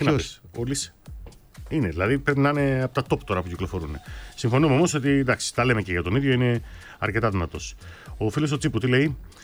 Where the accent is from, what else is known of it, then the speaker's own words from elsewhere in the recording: Macedonia, Greece; εκεί στα μέρη μου, στη Μακεδονία